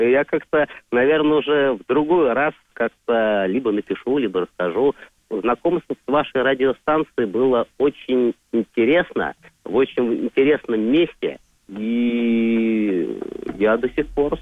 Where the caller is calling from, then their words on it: Moscow, Russia; Я из Москвы. Из Москвы, но на данный момент я нахожусь под Москвой.